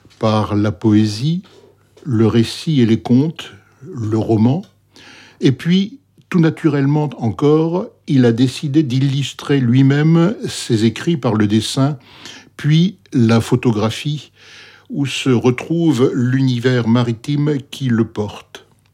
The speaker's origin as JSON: {"language": "French", "town": "Lille", "region": "Hauts-de-France", "country": "France", "said": "Le Nord, qui est ma région d'origine, où je suis né à Lille."}